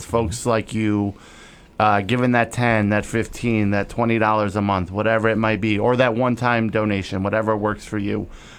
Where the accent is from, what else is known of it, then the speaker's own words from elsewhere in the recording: Detroit, Michigan, United States; I'm from Detroit. Trust me.